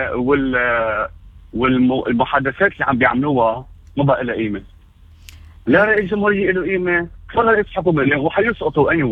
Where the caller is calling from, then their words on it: Beirut, Beirut Governorate, Lebanon; أنا من زقل البلاط،